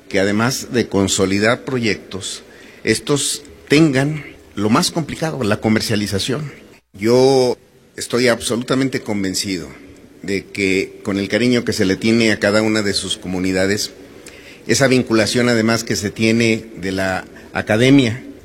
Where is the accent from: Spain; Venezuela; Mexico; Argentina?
Mexico